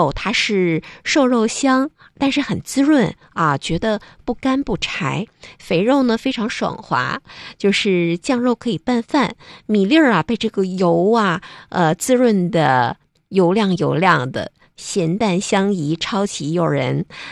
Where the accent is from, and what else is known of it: Northeast China, China